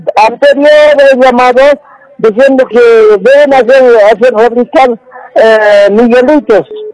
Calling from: La Paz, Bolivia; de La Paz.

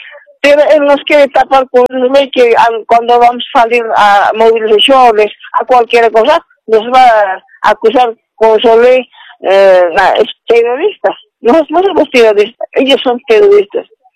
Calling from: La Paz, Bolivia; Estoy llamando de Ciudad de La Paz, de La Hollada.

